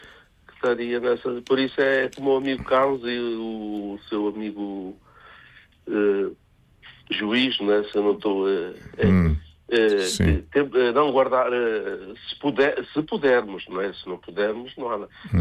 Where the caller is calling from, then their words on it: Portugal; sou português.